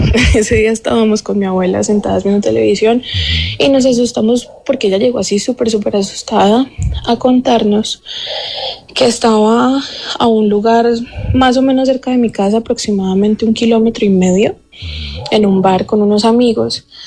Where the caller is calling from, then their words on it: Cali, Valle del Cauca, Colombia; Desde Cali.